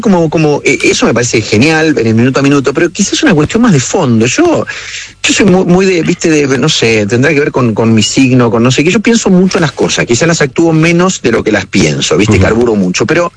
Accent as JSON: {"language": "Spanish", "region": "Córdoba", "country": "Argentina", "tie": "born there", "said": "En la ciudad de Córdoba."}